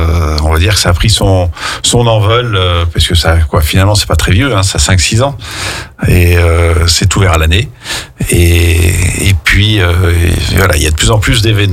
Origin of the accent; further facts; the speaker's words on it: Aix-les-Bains, Auvergne-Rhône-Alpes, France; also born or lived in Moûtiers / Courchevel; je suis né à Moutier, donc un peu entre les deux, mais j'ai toujours vécu à Aix-les-Bains, une grande partie de ma vie à Aix-les-Bains et puis Courchevel tous les hivers.